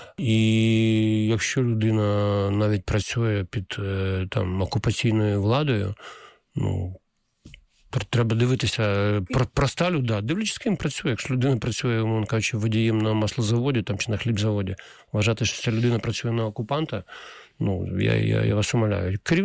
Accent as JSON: {"language": "Ukrainian", "town": "Kalanchak", "region": "Kherson Oblast", "country": "Ukraine", "tie": "born or raised there", "moved": "yes", "said": "мене вчили в Каланчатській середній школі імені Надії Костянтинівни Крупської, якою закінчив золотою медаллю"}